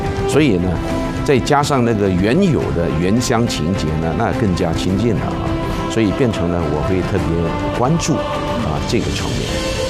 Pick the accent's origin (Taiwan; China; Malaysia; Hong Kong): Malaysia; 像我不是从这个海南走出去的，我是当地土生土长的。